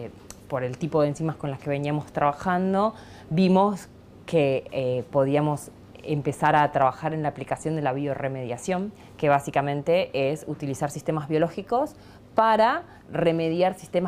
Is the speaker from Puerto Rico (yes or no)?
no; Argentina